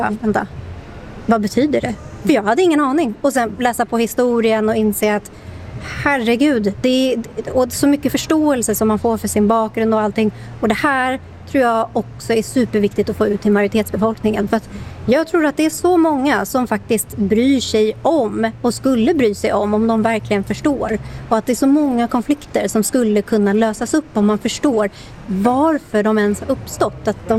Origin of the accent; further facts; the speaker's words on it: Sweden; Jag har ju vuxit upp som icke-same. Jag har ju vuxit upp som svensk.